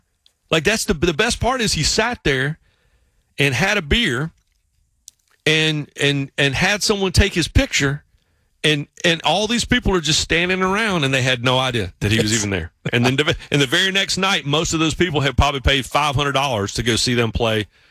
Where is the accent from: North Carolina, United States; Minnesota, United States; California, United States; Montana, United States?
North Carolina, United States; Raleigh; growing up in the Triangle, growing up in Raleigh, and I have been to games in Chapel Hill, Wake Forest, I mean, East Carolina, obviously NC State, Duke, all of it.